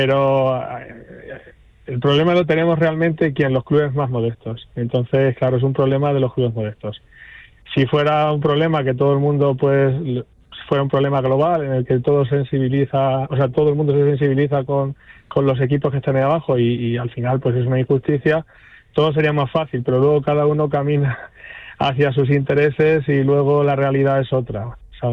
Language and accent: Spanish; Castilla-La Mancha, Spain; ya de por sí somos castellano-manchegos